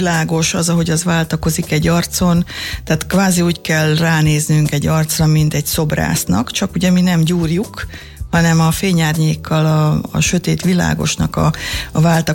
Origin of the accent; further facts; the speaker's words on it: Kazincbarcika, Borsod-Abaúj-Zemplén, Hungary; Kazincbarcikán nőttem föl, három ház vett körbe egy ilyen játszóteret, udvart